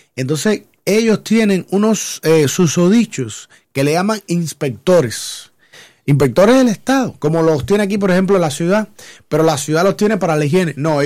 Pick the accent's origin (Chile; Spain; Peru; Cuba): Cuba; moved away; yo como cubano, para yo poder ir a un hotel en mi propio país, yo tuve que salir del país, hacerme extranjero